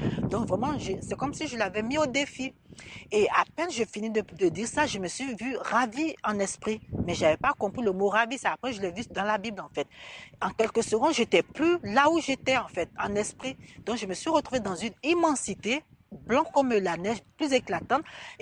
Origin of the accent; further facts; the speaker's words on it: Côte d’Ivoire; je suis originaire de la Côte d'Ivoire